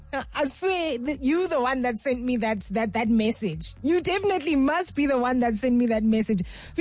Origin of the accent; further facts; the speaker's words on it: East Rand, Gauteng, South Africa; And yes, I come from the East Rand